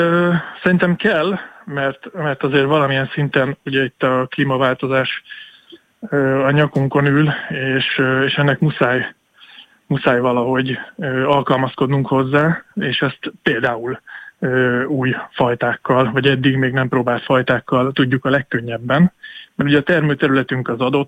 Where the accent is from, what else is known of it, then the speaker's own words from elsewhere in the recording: Tapolca, Veszprém County, Hungary; Tapolcán nőttem föl, és a ház, ahol cseperedtem, annak az ablakából a Szentgyörgyhegyre láttam rá direktbe.